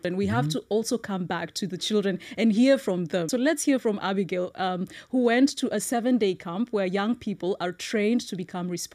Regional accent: Kenya; first language Kikuyu; English is a second language; I had to Google it today to know what a lion is called in Kikuyu, which is my native language.

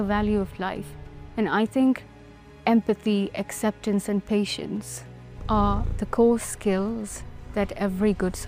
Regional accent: Islamabad, Islamabad Capital Territory, Pakistan; English is a second language; moved away as an adult; I'm from Islamabad, Pakistan, and I'm a psychologist who believes in healing and connection. My father was a diplomat. We were raised in very diverse cultures. I was only 18 when I moved here.

